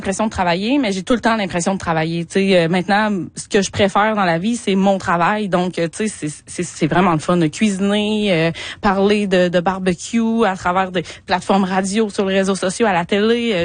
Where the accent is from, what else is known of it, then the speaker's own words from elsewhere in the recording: Quebec, Canada; Tu sais, moi j'ai cuisiné de la viande sauvage toute ma vie depuis que je viens de l'Abitibi en fait.